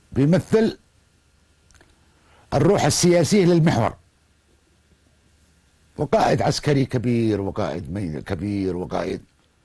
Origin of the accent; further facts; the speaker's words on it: Yemen; وكما يقال عندنا في اليمن